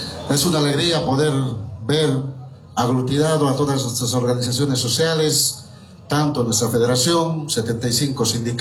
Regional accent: Bolivia; nos debe unir como bolivianos.

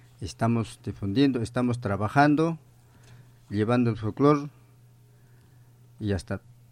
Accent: El Carmen district, Churcampa province, Huancavelica, Peru; Yo soy natural de la provincia de Churcampa, distrito del Carmen, el centro poblado Palermo. Ese es mi pueblo

